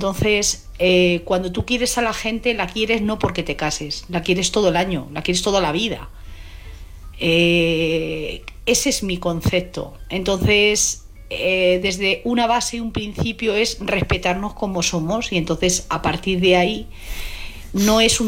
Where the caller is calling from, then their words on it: Madrid, Community of Madrid, Spain; de Madrid.